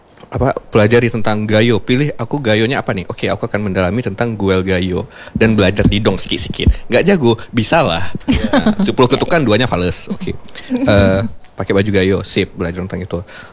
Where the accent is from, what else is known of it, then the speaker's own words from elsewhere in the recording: Banda Aceh, Aceh, Indonesia; born there; also born or lived in Takengon / Pidie Jaya; lahir di Takengon, gak bisa bahasa Takengon. Cuma tahu 2, Berijin sama Kiruh. Berisik dan terima kasih, cuma 2 itu. Kampung di mana? Pulang kampung ke Pidijaya. Tinggal di mana? Di Aceh Besar. Sekolah di mana? Banda Aceh.